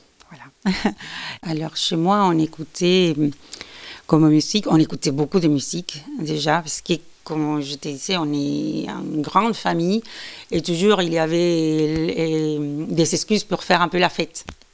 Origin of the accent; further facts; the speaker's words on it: Lima, Peru; moved away as an adult; now in Nantes, France; Je suis née, j'ai grandi et j'ai vécu à Lima jusqu'à mes 23 ans. Et oui, depuis mes 23 ans, je suis ici en France.